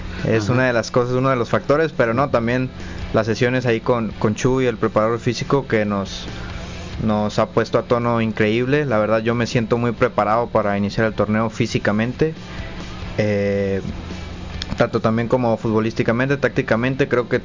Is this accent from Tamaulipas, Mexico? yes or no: yes; Tamaulipas, Mexico; Uno como tamaulipeco, no soy de Ciudad Victoria, pero como tamaulipeco, el formar parte de una institución tan grande siempre se siente como un orgullo.